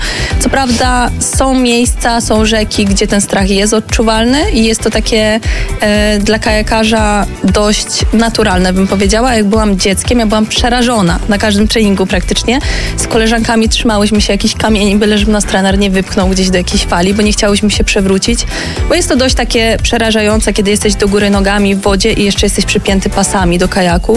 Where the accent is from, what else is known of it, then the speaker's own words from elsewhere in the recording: southern Poland, Poland; Zaczęło się od tego, że jestem z południa. W ogóle pochodzę z południa Polski i tam jest coś takiego jak kajakarstwo górskie, bo mamy górskie rzeki.